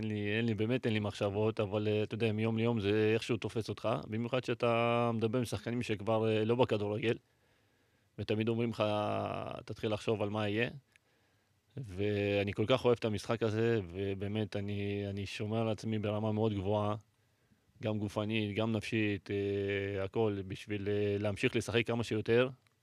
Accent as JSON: {"language": "Hebrew", "town": "Nof HaGalil", "region": "Northern District", "country": "Israel", "tie": "born or raised there", "said": "גם גדלתי ברחובות שם בנוף הגליל"}